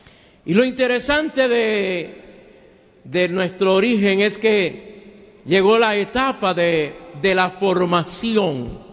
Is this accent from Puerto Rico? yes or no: yes; Puerto Rico; born there; Soy puertorriqueño de pura cepa